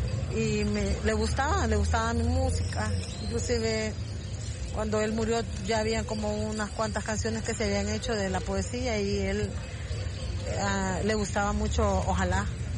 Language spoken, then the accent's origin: Spanish; El Salvador; nosotros por lo menos seamos escuchados por ustedes y seamos reconocidos como el tesoro musical que somos, el tesoro salvadoreño.